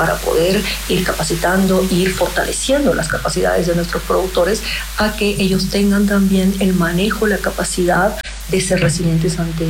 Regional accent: Bolivia

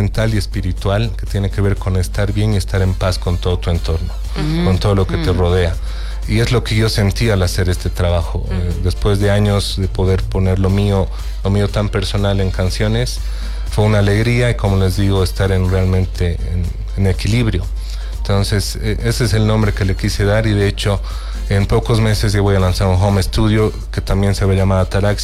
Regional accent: Bolivia; siento que como bolivianos no nos las creemos.

